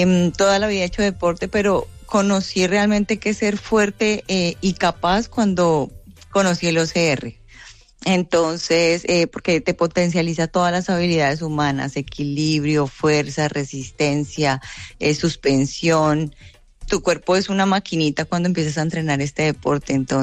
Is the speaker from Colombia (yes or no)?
yes; Colombia; pero feliz porque la experiencia me la dio mi tierra, Colombia.